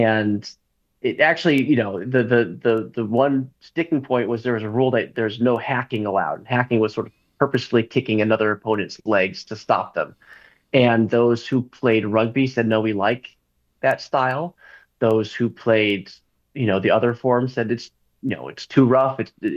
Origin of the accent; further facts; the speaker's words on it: United States; we as Americans